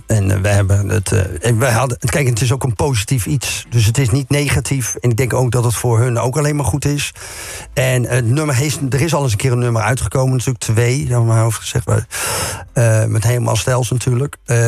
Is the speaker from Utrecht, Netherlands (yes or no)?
no; Moordrecht, South Holland, Netherlands; Ik kom uit Moordrecht.